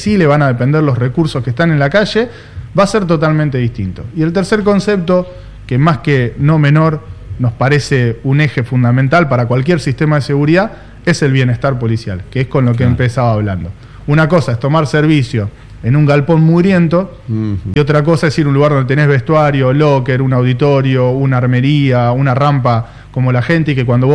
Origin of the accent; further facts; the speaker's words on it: Rosario, Santa Fe, Argentina; nuestra calidad de vida como rosarinos